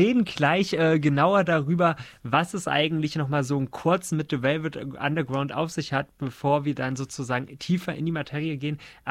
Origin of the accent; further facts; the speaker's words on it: France; Und das hört sich, apropos Frankreich, wo ich herkomme, französisch an.